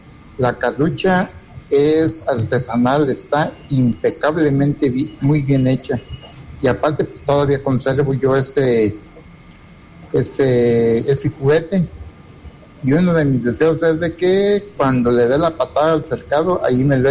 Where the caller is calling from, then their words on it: García, Nuevo León, Mexico; Hola, Aguila … de García